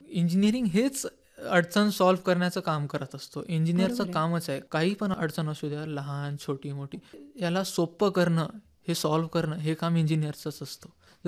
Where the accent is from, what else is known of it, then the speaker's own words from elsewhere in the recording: Nanded, Maharashtra, India; मी नांदेडचाच आहे.